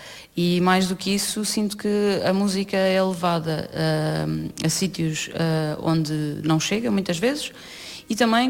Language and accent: Portuguese; Lisbon, Portugal; Eu, crescendo em Lisboa, claro que ajudou eu ir a festivais a vida toda